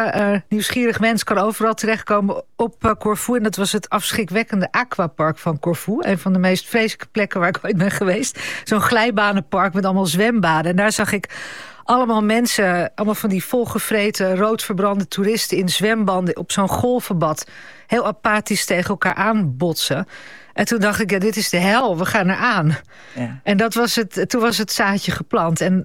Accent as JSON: {"language": "Dutch", "country": "Italy", "tie": "born or raised there", "also_born_or_lived": "Netherlands", "said": "Maar ik ben half Italiaans en ik ben deels daar opgegroeid. En als je in Italië opgroeit, dan verwijs je"}